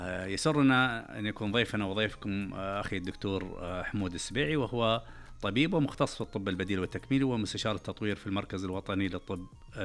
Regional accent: Saudi Arabia; طموحنا كسعوديين

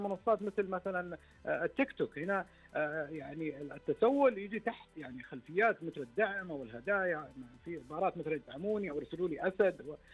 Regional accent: Saudi Arabia; الطيبة والرحمة اللي فينا إحنا كمجتمع سعودي

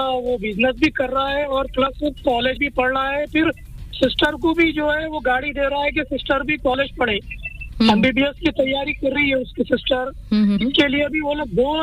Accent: Hyderabad, Telangana, India; जैसे मैं किंगडम से आता हूँ Hyderabad you know Nizam state, तो वहाँ पर भी काफी सारे हम लोग का था

